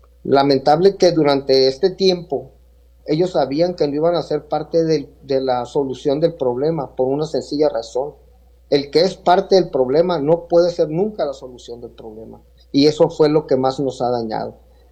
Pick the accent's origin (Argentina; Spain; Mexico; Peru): Mexico; Sinaloa; soy un sinaloense que de rodillas no va a caer.